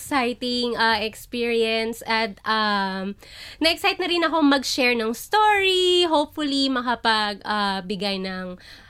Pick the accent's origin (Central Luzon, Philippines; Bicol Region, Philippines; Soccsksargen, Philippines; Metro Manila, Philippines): Metro Manila, Philippines; Manila; moved away as an adult; now in Australia; Ako po ay tubong Maynila.